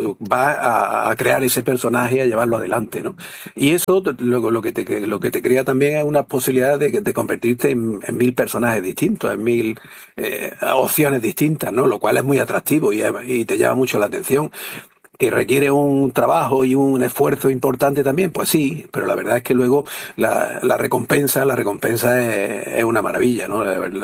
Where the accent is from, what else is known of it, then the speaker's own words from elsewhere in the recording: Granada, Andalusia, Spain; born there; yo nací en Granada, pero mi pueblo es Alhama. Y yo he vivido muchos años ahí, tengo muchísimas amistades y la verdad es que me enorgullece ser jameño, aunque sea adoptivo, ¿no?